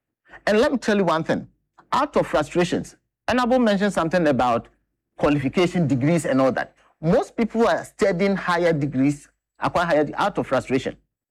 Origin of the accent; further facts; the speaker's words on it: Bono, Ghana; I'm from Bongahafu or Bono region.